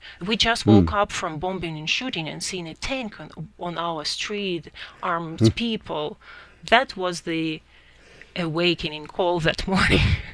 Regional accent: Ukraine; English is a second language; We are refugees from Ukraine. We were in occupied territory for quite some time.

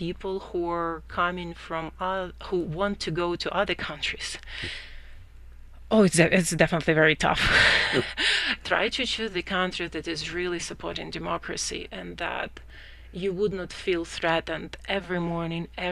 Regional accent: Ukraine; English is a second language; We are refugees from Ukraine. We were in occupied territory for quite some time.

